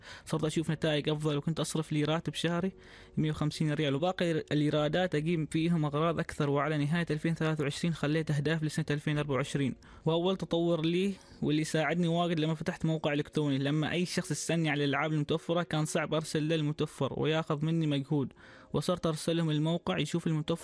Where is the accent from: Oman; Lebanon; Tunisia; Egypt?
Oman; عندنا في عمان